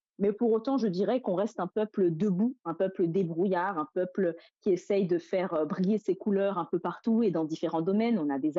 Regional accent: France; moved away as an adult; now in Fort-de-France, Martinique; Je suis martiniquaise par mes deux parents, mais j'ai grandi en France

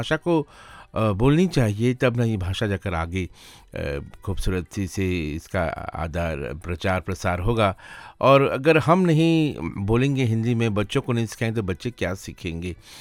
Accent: Mauritius; मेरे गांव में एक चाइनीज की लड़की मॉरिशस में नंबर 1 आई थी सीपी के एग्जाम में हिंदी में।

